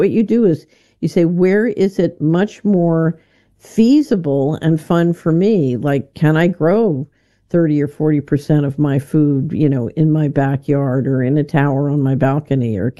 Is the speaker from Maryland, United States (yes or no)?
no; Philadelphia, Pennsylvania, United States; And yeah, I grew up in West Philadelphia.